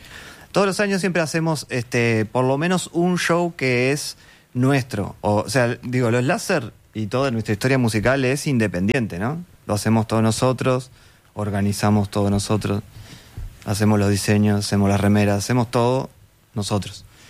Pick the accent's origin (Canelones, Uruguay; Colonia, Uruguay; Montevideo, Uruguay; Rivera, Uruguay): Montevideo, Uruguay; born there; moved away